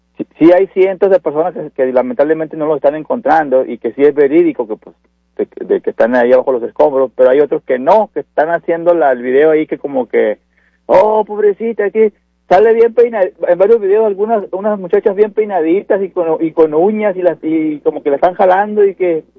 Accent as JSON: {"language": "Spanish", "country": "Mexico", "said": "nosotros como mexicanos nomás opinamos"}